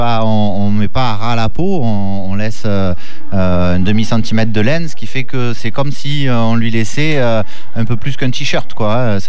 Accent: Saint-Martin-de-Crau, Provence-Alpes-Côte d'Azur, France; Alors, moi, je suis de Saint-Martin-de-Croix, entre Arles et Salon de Provence.

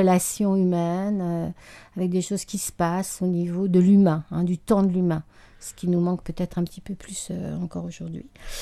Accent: Paris, Île-de-France, France; now in Aveyron, France; je ne suis pas aveyronnaise d'origine. Hein, avec mon accent, de toute façon, vous devez le reconnaître. Je suis parisienne, mais aveyronnaise d'adoption. Donc, j'ai vécu 20 ans dans mes années antérieures, dans mes vies antérieures, comme je dis. Et là, j'y suis retournée pour vivre ma retraite.

